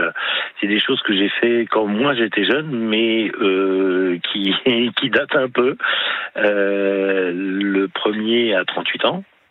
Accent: Palaiseau, Île-de-France, France; born there; now in Moselle, France; Moi, je suis d'origine en région parisienne.

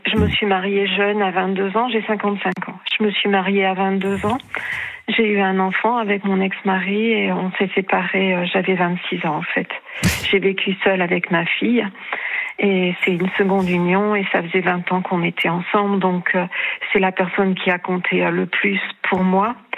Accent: Hauts-de-France, France; now in Charente-Maritime, France; Alors, à la base, je suis originaire du Pas-de-Calais.

